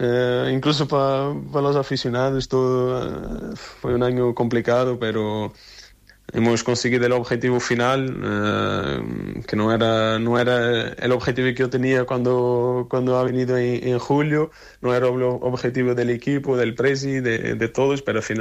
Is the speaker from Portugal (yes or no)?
yes; Lisbon, Portugal; moved away; Soy de Lisboa.